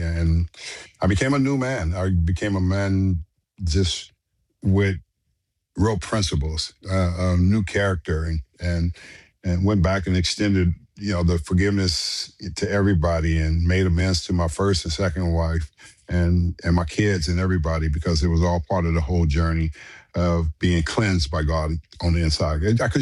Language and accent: English; Los Angeles, California, United States; born or raised there